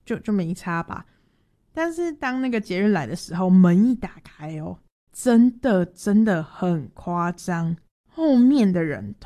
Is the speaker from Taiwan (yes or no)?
yes; Taiwan; 司机得知我们是从台湾来的